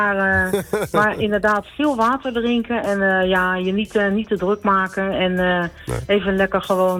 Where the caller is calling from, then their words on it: Voorschoten, South Holland, Netherlands; Uit Voorschoten.